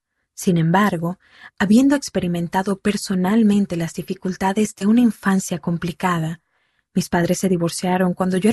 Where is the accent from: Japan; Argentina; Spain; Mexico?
Japan; Spanish is a second language; En mi país, Japón, el 98% de la población es japonesa.